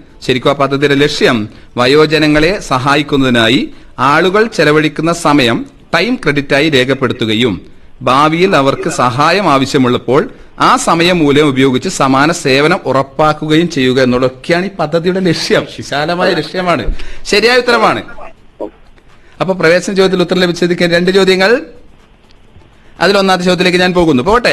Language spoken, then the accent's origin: Malayalam; Mulleria, Kerala, India; കാസർഗോഡ് ജില്ലയിലെ മുള്ളേരിയ.